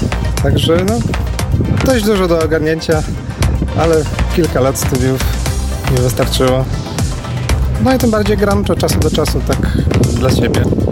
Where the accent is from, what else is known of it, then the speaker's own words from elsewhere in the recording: Lviv, Lviv Oblast, Ukraine; now in Wrocław, Poland; Przyjechałem z Lwowa już 10 lat temu i mieszkam na co dzień we Wrocławiu.